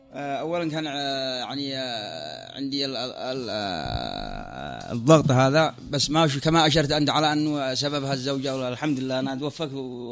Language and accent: Arabic; Al Haymah, Sanaa, Yemen; أنا من الحيمة.